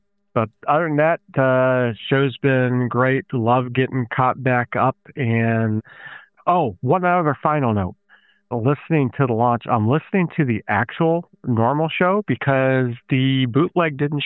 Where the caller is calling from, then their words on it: Michigan, United States; from Northern Michigan.